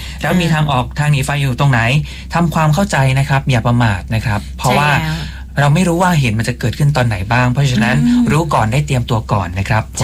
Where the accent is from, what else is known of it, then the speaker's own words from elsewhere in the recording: Surat Thani, Thailand; คนใต้แต่ว่าเป็นคนสุราษฎร